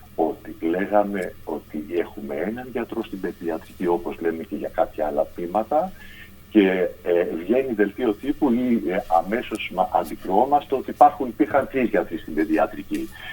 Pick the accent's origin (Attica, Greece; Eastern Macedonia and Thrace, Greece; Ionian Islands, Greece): Ionian Islands, Greece; Zakynthos; είμαι από Ζακυνθινός